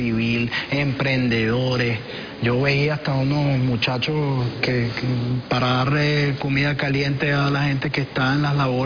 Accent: Venezuela; eso es lo que a nosotros nos caracteriza como venezolanos. Ese es el gen de la nación que hace 215 años nació

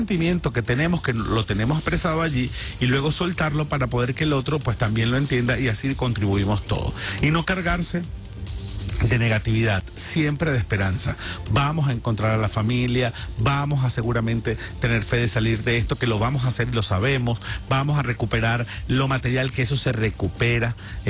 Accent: Maracaibo, Zulia, Venezuela; Y así somos los venezolanos. Yo soy maracucho, y en Maracaibo, en condiciones normales, casa donde usted llega, lugar donde usted llega, quieren ponerlo a comer

